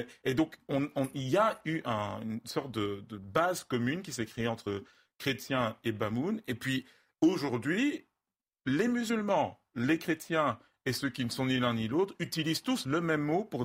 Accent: West, Cameroon; Donc, je suis originaire du Cameroun. Je viens d'une région qui a eu sa langue depuis des siècles.

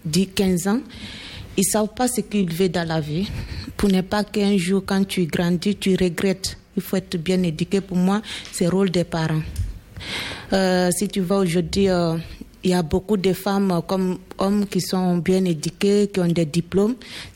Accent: Guinea; j'ai 23 ans, je suis guinéenne.

